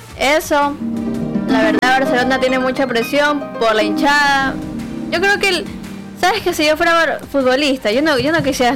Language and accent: Spanish; Guayaquil, Guayas, Ecuador; yo como ecuatoriana, guayaca